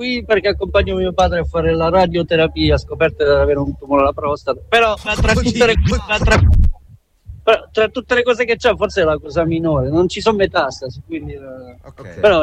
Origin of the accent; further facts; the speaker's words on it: Cerignola, Apulia, Italy; Da Cerignola, dal mio paese natale. Sì, sto facendo una residenza artistica.